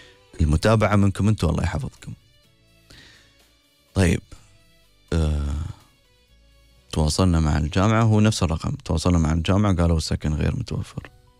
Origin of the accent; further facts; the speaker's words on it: United Arab Emirates; أنا مواطنة إماراتية موظفة في القطاع الخاص